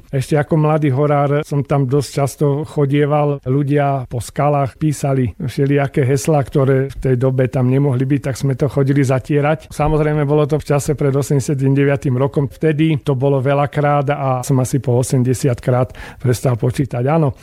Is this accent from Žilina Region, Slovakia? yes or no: no; Bratislava, Bratislava Region, Slovakia; niekedy sa aj hanbím priznať, že som Bratislavčan, ale väčšinou teda sa priznám a nájde sa nejaká spoločná reč.